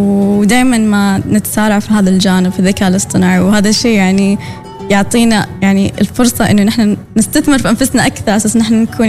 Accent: Oman; صراحة نحن يعني كعمانيين وكشباب نفتخر في وين وصلت عمان حاليا

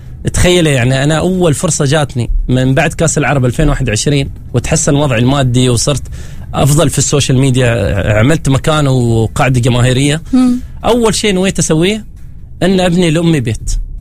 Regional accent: Qatar; also born or lived in Oman; انا الوحيد اللي كنت مواليد عمان. يعني انا ولدت في عمان، من بعد ما انولدت في عمان عشت فيها فتره بسيطه، انتقلت مع الوالد، والد كان يشتغل في الخليج، ففتره من فترات هو راح قطر ورحت معاه

